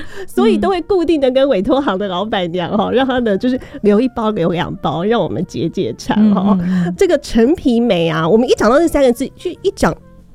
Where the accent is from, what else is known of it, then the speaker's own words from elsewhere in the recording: Keelung, Taiwan; 因为我家乡是基隆嘛，我们靠海边